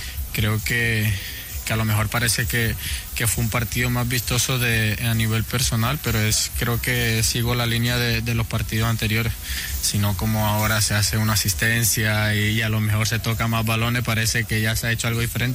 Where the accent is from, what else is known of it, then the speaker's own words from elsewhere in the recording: Colombia; moved away; nosotros los colombianos